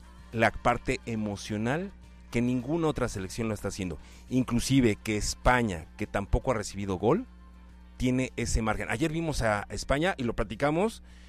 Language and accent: Spanish; Mexico; Porque somos mexicanos.